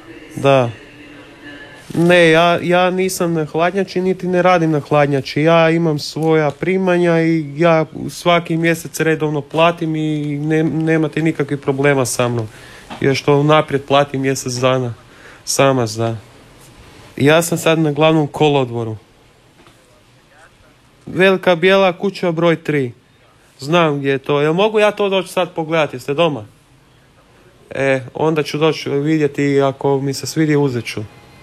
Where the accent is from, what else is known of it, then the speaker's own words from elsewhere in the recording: Zagreb, City of Zagreb, Croatia; born there; Ja sam vam rođen u Zagrebu, otac mi je iz Bosne, iz Kaknja, a majka mi je iz Doboja.